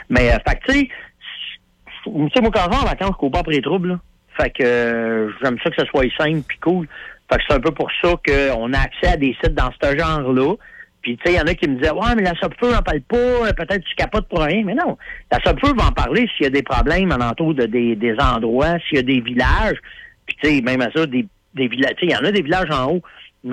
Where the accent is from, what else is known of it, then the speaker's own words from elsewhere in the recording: Canada; Tu sais, je disais, ben, je viens du Canada, tu sais.